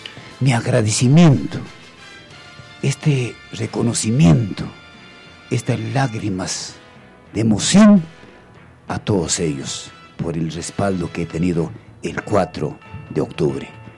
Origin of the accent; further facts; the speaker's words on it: La Oroya, Junín, Peru; born there; now in Huancayo, Peru; He pasado parte de mi juventud en La Oroya. Le debo mucho a La Oroya.